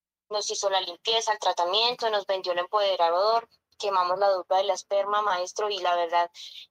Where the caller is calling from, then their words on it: Bogotá, Colombia; Lo llamo desde Bogotá, maestro. Lo llamo desde mi trabajo, desde la óptica, que se encuentra en la carrera 19 con cuarta.